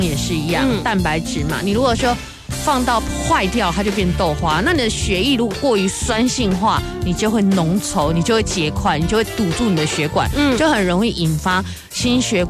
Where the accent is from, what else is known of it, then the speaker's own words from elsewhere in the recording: Taiwan; 而且我们台湾人罹患大肠癌几率实在太高了